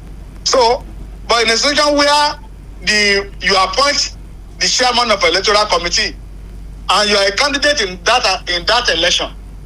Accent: Nigeria; I am talking as a Nigerian who want the best for this country.

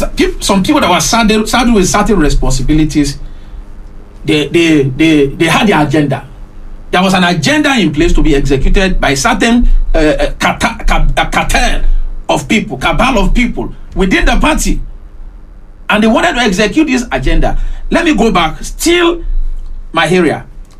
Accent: Nigeria; I am from Yusowopo too.

